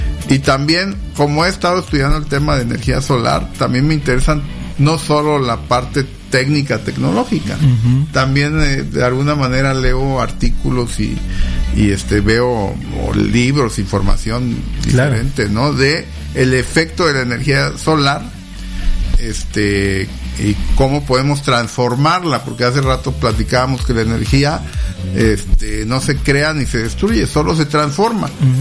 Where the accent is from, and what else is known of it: Tuxtla Gutiérrez, Chiapas, Mexico; moved away; also born or lived in Yucatán / Monterrey / Mexico City